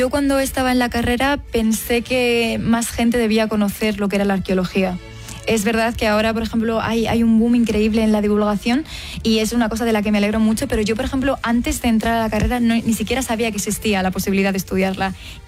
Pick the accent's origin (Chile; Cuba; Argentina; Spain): Spain; Segovia, Castile and León; yo soy de Segovia, yo he crecido en una ciudad donde puedes ver la Edad Moderna y la Edad Media en sus calles.